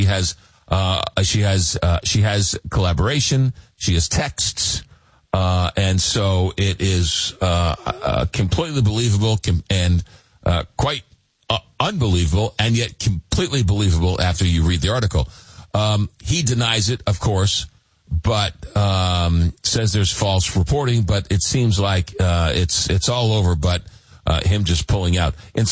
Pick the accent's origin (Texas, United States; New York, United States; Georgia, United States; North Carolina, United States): New York, United States; Long Island; born or raised there